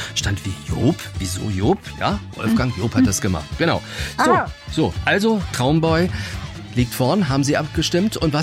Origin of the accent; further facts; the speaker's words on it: Brandenburg, Germany; Ich bin es gewöhnt, im Spreewald aufgewachsen.